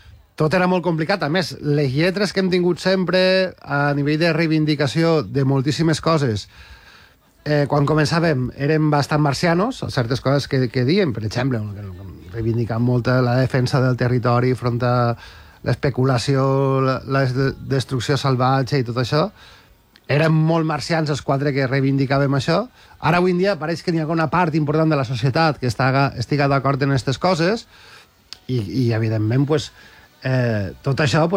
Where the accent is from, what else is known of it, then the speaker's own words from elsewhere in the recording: Pego, Valencian Community, Spain; som de Pego i és una cosa que ens estira molt